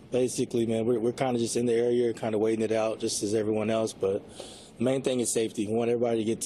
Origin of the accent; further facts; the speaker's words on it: Texas, United States; I'm from Texas.